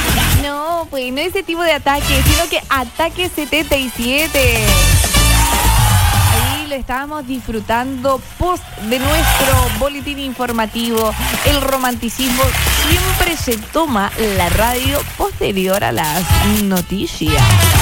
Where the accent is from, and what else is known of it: Chile